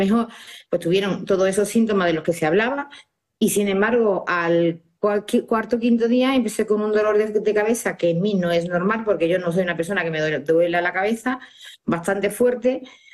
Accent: Baena, Andalusia, Spain; en Andalucía, yo soy de Córdoba, Baena, un pueblo de Córdoba

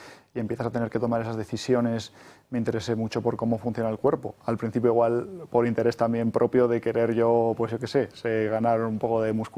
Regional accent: Eibar, Basque Country, Spain; ¿Sabes qué dicen de los de Eibar? Que somos como los de Bilbao, pero incluso un poco más.

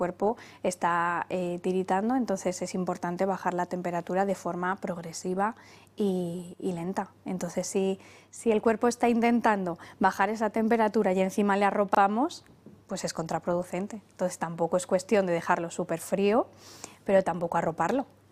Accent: Tarancón, Castilla-La Mancha, Spain; Riánsares es el nombre de la Virgen de mi pueblo, de Tarancón.

